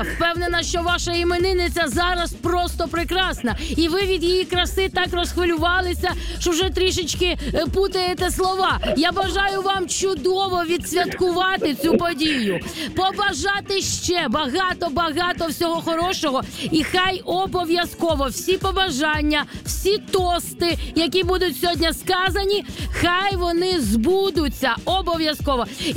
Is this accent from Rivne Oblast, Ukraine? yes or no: no; Kyiv, Ukraine; Славетний, незламний, український, мій рідний Київ.